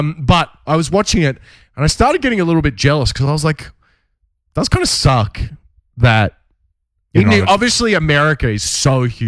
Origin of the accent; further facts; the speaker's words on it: Tasmania, Australia; I think because I'm from Tassie